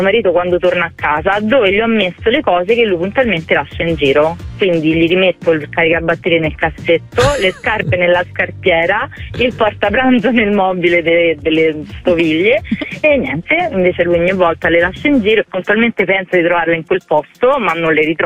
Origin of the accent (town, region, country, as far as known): Rome, Lazio, Italy